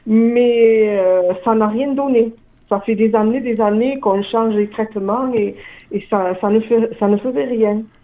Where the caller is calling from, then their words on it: Occitanie, France; de l'Hérault.